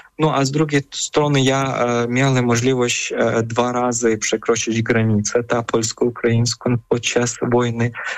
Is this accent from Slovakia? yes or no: no; Ukraine; Polish is a second language; No chyba, że jesteśmy Ukraińcami, że Ukrainiec to super